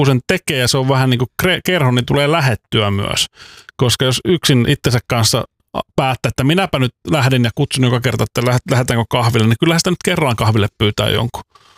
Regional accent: Helsinki, Uusimaa, Finland; niin kuin meillä Helsingissä sanotaan

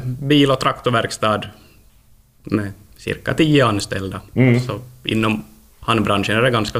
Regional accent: Pensala, Ostrobothnia, Finland; also born or lived in Vaasa; jag är nog hem från Pensal.

